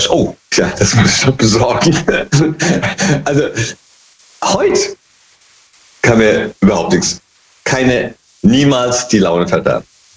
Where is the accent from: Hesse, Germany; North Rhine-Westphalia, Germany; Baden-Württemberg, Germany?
Hesse, Germany; Hey, aus dem Rheingau immer noch.